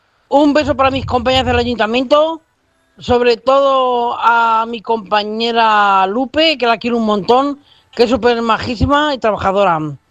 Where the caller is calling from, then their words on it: Miguel Esteban, Castilla-La Mancha, Spain; de Miguel Esteban, me encanta.